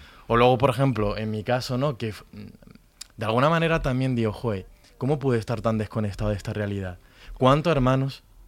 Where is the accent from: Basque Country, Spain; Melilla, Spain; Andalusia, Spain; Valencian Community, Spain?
Andalusia, Spain; yo que soy de Andalucía y que pertenecía a la Asociación 22Q de Andalucía